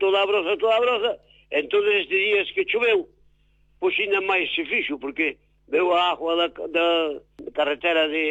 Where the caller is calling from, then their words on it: Mourente, Galicia, Spain; En esto, Rúa dos Pradiños, aquí Mourente.